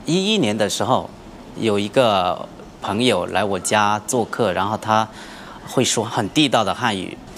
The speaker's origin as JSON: {"language": "Chinese", "country": "Laos", "tie": "born or raised there", "moved": "yes", "lives_now": "China"}